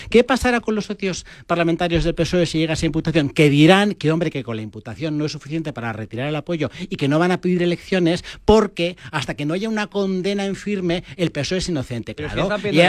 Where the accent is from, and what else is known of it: Basque Country, Spain